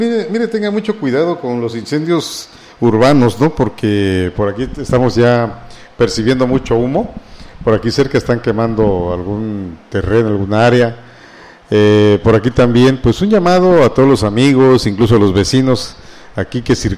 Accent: Mexico

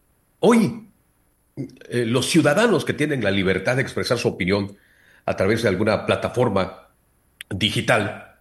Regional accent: Mexico; una de las libertades que como mexicanos tenemos, que es la de expresión.

